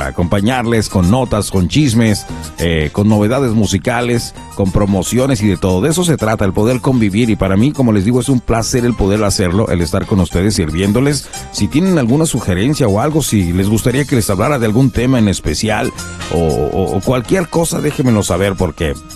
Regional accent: Magdalena de Kino, Sonora, Mexico; Yo soy de Magdalena de Quino, Sonora, del estado de Sonora. Soy norteño, pero pues soy bien mexicanote y estoy con toda mi raza.

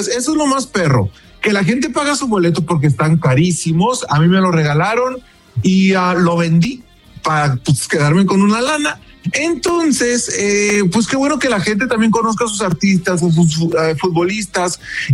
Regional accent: Mexico; Que, o sea, literal, somos los mexicanos, es en el país de México.

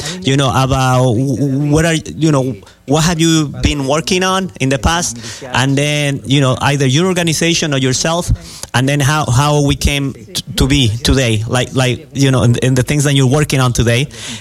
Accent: Colima, Mexico; moved away; yo vengo de Colima, mis abuelos son de Tuxpan, de Ciudad Guzmán

